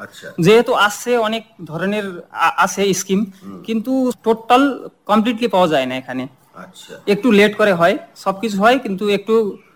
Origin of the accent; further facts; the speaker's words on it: Fulbari, Jalpaiguri district, West Bengal, India; আমার জন্ম এখানে, আমার বাবারা প্রায় কত 1950-এর তখন থেকে আছেন